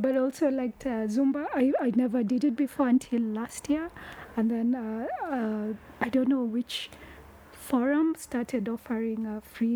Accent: Western, Kenya

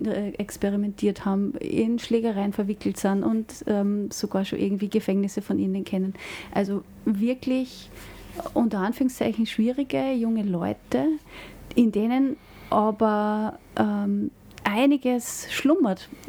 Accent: Ebensee, Upper Austria, Austria; Ich bin aus Ebensee, ich bin aus der Gegend.

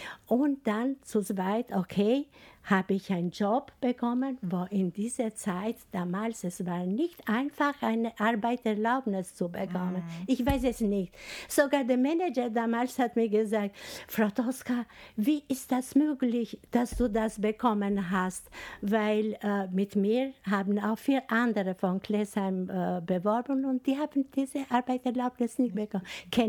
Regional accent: Albania; German is a second language; moved away; woher kommst du aus Albanien? Aus Albanien und dann war total etwas anderes. Wir leben hier.

